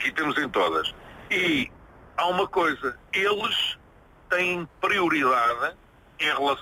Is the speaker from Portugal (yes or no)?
yes; Lisbon, Portugal; moved away as an adult; also born or lived in Coimbra / Aveiro; now in Belgium; eu nasci em Coimbra, fui criado em Lisboa, na zona do Dafo. Casei com uma moça de Aveiro, vim para Aveiro, divorciei-me em Aveiro e vim para a Bélgica.